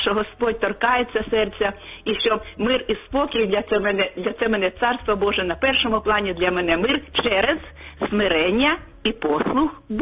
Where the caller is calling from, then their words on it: Chernihiv, Chernihiv Oblast, Ukraine; Я з Чернігова.